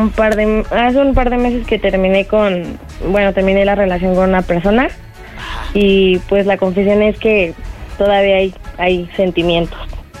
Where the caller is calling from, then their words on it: Venustiano Carranza, Mexico City, Mexico; De la Venustiano Carranza.